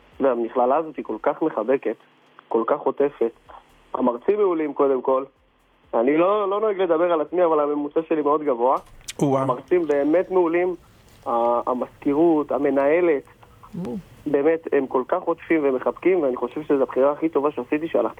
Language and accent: Hebrew; Tirat Carmel, Haifa District, Israel; אני מטירת כרמל